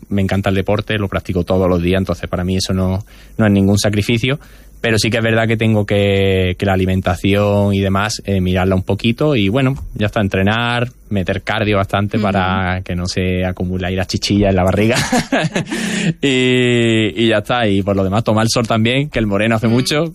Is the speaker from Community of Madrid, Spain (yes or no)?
no; Andalusia, Spain